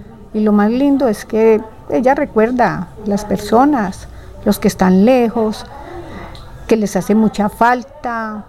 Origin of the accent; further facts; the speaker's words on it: Santa Rosa, Colombia; Nosotros también somos de acá, de Santa Rosa, todos los hijos somos de Santa Rosa